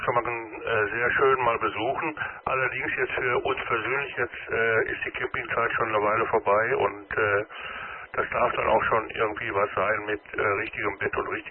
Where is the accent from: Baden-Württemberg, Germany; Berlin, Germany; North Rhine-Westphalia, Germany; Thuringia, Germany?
North Rhine-Westphalia, Germany; Dortmund; Also ich komme selber aus der Peripherie von Dortmund, habe dann auch während des Studiums eine Zeit lang am Puls der Zeit gelebt, direkt am Borsigplatz.